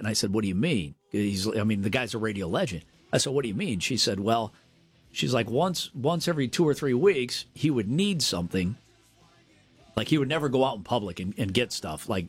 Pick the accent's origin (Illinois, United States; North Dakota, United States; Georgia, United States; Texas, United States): Illinois, United States; Chicago; there was a legendary radio guy when I was growing up in Chicago named Larry Lujack.